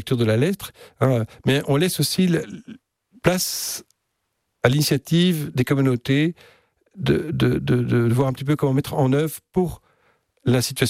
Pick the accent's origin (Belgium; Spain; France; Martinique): Belgium; quand moi j'étais jeune encore, quand j'ai encore connu une société qui était très organisée chez nous en Belgique sur ces trois piliers